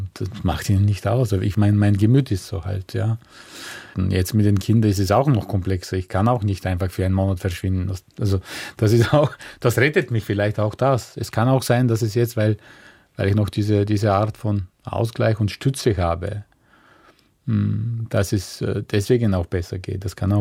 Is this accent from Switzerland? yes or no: no; Thrace, Bulgaria; Naja, ich bin ein Kind des Südens, also in Thrakien. Das liegt zwischen den Rhodopengebirge und Balkangebirge.